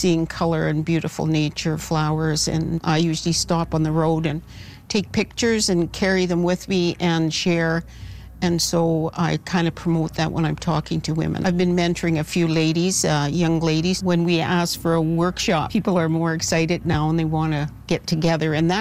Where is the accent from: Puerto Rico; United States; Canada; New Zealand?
Canada; Saskatchewan; But I get most of my inspirations, I think, growing up in the Qu'Appelle Vall